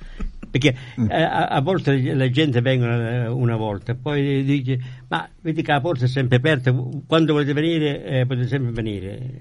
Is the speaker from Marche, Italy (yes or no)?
no; Calabria, Italy; moved away; Noi parliamo della Calabria perché siamo calabresi, e questo è un programma calabrese